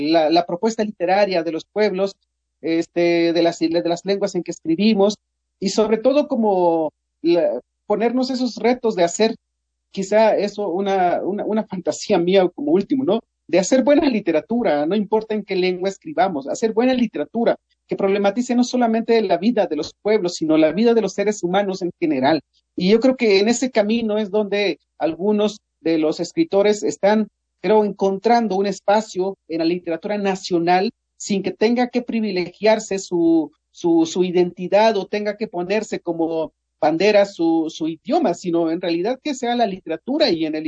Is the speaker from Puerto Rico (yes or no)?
no; Mexico